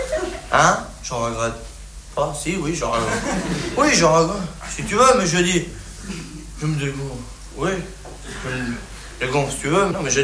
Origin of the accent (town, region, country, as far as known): France